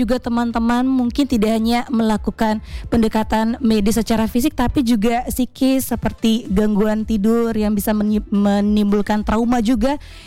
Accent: Ende, East Nusa Tenggara, Indonesia; Kita orang Indi asli

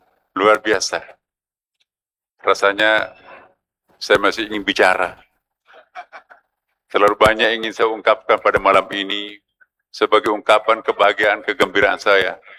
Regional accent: Eastern Indonesia, Indonesia; saya berasal dari Indonesia Timur

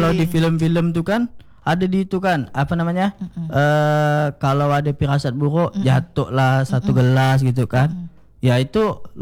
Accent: West Kalimantan, Indonesia; moved away as an adult; now in Pontianak, Indonesia; Setiap saya mau berangkat dari Sungai Jaga, dari kampung saya tuh ke Pontianak

